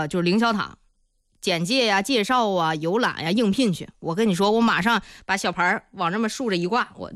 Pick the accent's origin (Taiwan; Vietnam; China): China; Zhengding, Hebei; 那别人一问说这那的，我一个都不懂，好像也有点太丢面了。我现在都研究上了，我书的我都买了。如果说现在我们正定啊有一个志愿者征集